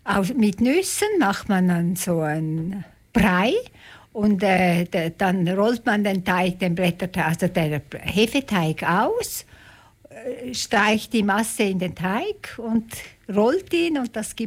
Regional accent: Switzerland; Wir kommen aus dem Tessin, aus dem Kanton Zürich, aus dem Kanton St. Gallen, aus dem Kanton Bern.

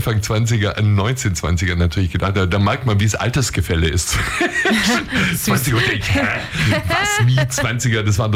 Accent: Bavaria, Germany; Also ich bin ja aus Wuhlstedt, also meine Eltern haben in Wuhlstedt gewohnt und in Weißenhorn bin ich kurz zur Schule gegangen

